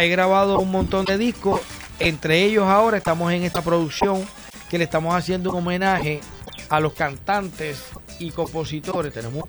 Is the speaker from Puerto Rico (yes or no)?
yes; Puerto Rico; Yo soy de Puerto Rico, yo nací aquí, soy como el coquí.